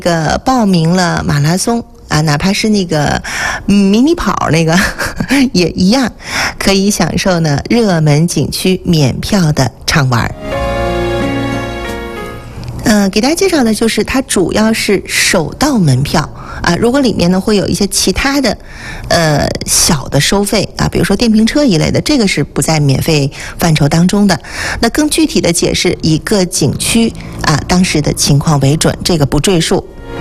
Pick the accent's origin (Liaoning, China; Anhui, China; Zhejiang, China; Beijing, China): Liaoning, China; 过去呢是咱们家乡人很亲切的这个大佛寺